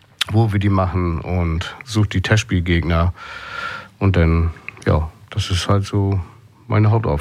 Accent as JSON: {"language": "German", "region": "Schleswig-Holstein", "country": "Germany", "said": "Ich bin aus Schleswig-Holstein"}